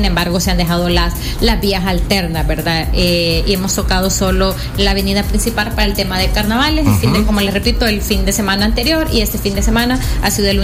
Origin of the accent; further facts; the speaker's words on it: El Salvador; es la misma que nos permite ahora disfrutar como salvadoreños de muchísimos espacios en todo el país